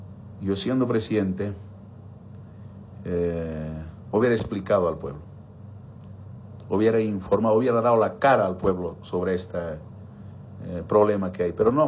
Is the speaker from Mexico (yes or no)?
no; Bolivia; como boliviano, no es concebible, definitivamente no es concebible este tipo de programas o proyectos